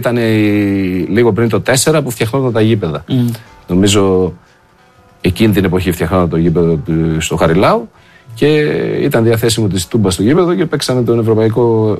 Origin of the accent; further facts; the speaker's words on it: Greece; είμαι ο Έλληνας που προέρχεται από τον ΠΑΟΚ